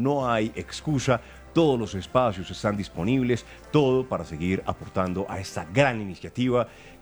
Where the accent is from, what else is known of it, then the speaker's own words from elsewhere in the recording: Colombia; ¿qué representa esta adhesión para nosotros como colombianos?